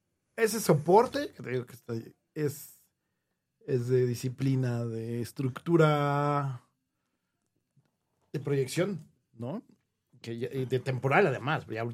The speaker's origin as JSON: {"language": "Spanish", "region": "Mexico City", "country": "Mexico", "said": "Yo soy de feño."}